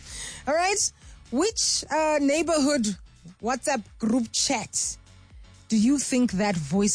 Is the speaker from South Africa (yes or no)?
yes; East Rand, Gauteng, South Africa; And yes, I come from the East Rand